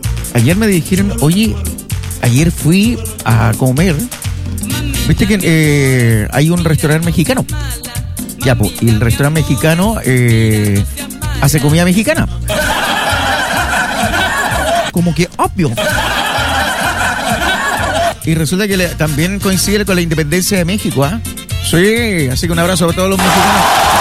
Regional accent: Chile; porque somos chilenos

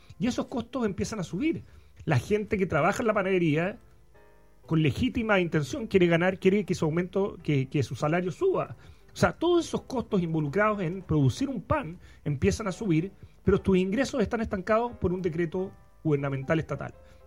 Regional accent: Chile

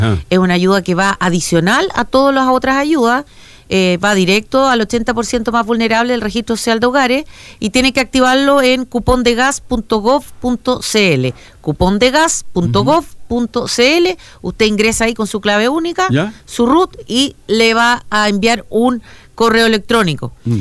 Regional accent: Chile; nosotros como chilenos tenemos derechos, pero también tenemos deberes.

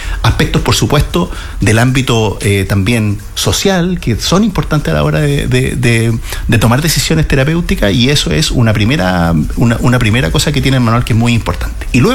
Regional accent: Hualañé, Maule, Chile; comentaba yo que yo sí, muy orgullosamente soy de Gualañé, así que voy a ocupar un ejemplo de mi tierra.

